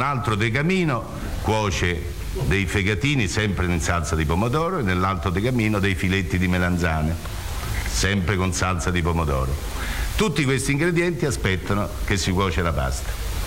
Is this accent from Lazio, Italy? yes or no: yes; Rome, Lazio, Italy; Sì, io sono romano e la domenica io compio un'azione che non mi permette più di muovermi.